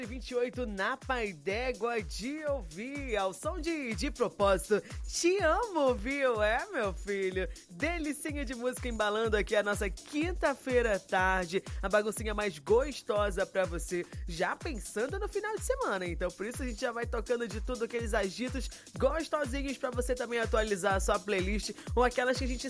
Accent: Porto Trombetas, Pará, Brazil; moved away; minha cidade maravilhosa, Porto Trombetas, é? Quem não sabe, sou de Porto Trombetas, sou bauxitinha

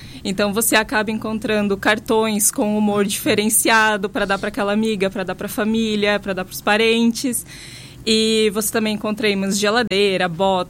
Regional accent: Brazil

